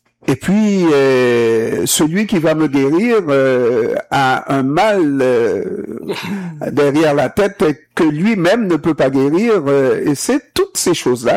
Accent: Haiti; Mais c'est ce que j'ai vu dans ma jeunesse en Haïti.

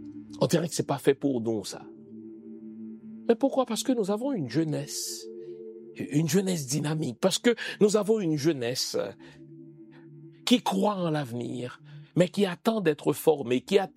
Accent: Haiti; mais bon Dieu, mais quelle fierté, moi aussi je suis haïtien

